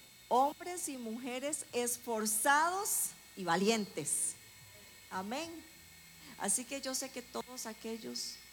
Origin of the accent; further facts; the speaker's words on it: Costa Rica; now in Panama; yo vengo de un país donde tiembla cada rato, ¿verdad? Nosotros los ticos